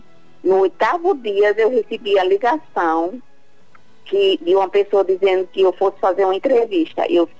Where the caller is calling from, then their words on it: Natal, Rio Grande do Norte, Brazil; Eu falo de Natal, Rio Grande do Norte.